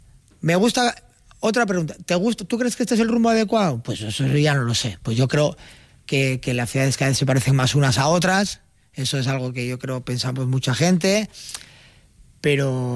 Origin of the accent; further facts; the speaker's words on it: Bilbao, Basque Country, Spain; also born or lived in Gorliz / Guernica / Munguía; yo soy de Zabala, he vivido en Zabala, y en varias alturas de Zabala, en varios portales